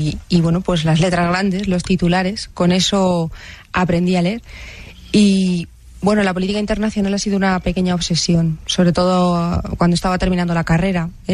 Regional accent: Spain; yo he nacido en España y me he criado aquí, y tengo la concepción de un soplón que tenemos, digamos, culturalmente los que somos latinos

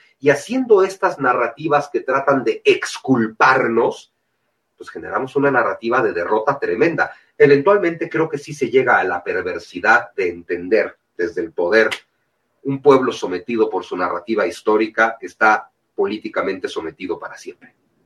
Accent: Mexico

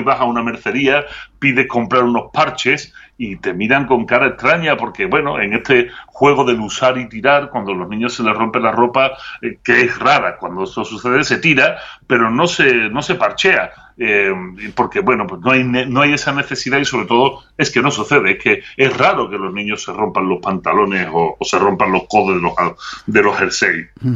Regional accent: Andalusia, Spain; moved away; en mi tierra, en Andalucía

